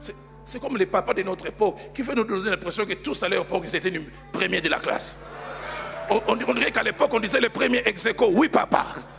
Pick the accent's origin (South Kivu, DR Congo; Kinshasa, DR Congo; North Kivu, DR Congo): Kinshasa, DR Congo; Chez nous, à Kinshasa